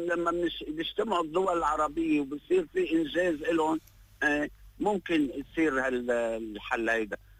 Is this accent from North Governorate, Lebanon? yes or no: no; Beirut, Beirut Governorate, Lebanon; انا ابن بيروت